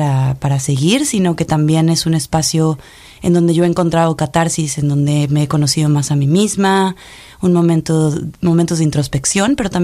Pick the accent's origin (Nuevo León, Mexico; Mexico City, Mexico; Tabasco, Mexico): Mexico City, Mexico; moved away as an adult; now in Chicago, United States; yo nací y crecí en la Ciudad de México. Me mudé a Chicago hace 8 años, así que ahora tengo 2 casas. El lugar donde crecí es en el sur de la Ciudad de México, muy hacia la salida al estado de Morelos